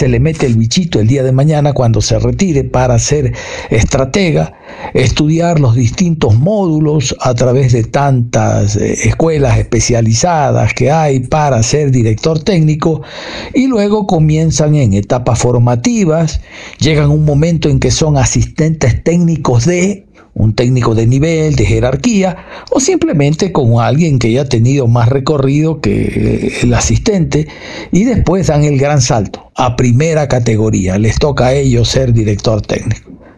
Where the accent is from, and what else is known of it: Ecuador